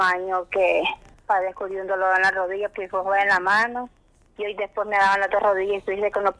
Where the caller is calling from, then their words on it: Cacaopera, Morazán, El Salvador; Aquí de Cacao Pera.